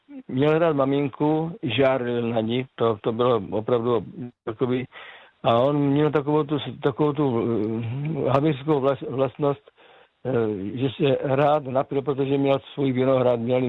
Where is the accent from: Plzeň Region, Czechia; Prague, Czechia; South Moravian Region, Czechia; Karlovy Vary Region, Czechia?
South Moravian Region, Czechia; Kyjov; born there; now in Kopřivnice, Czech Republic; Já pocházím z Moravskoslovácka, to jsem už několikrát říkal. Městečka Žaravice se to jmenuje, mezi Kyjovem a Vzencem. Kyjově jsem se narodil